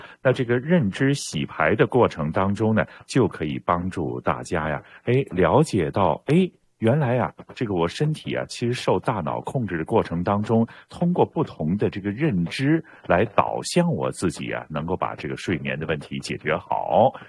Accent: Canada

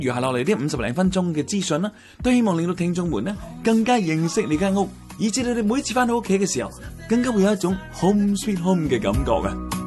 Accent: Canada; 那就盼望我们加拿大人团结起来，更加令到住在加拿大这个地方给到你和我有一种 home sweet home 的感觉。

